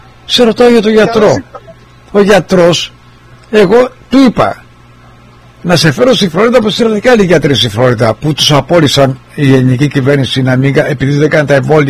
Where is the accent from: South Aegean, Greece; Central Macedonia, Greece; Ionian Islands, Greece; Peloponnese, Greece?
Ionian Islands, Greece; Argostoli; γεννημένος και μεγαλωμένος σε Κεφαλονιά, στο Αργοστόλι.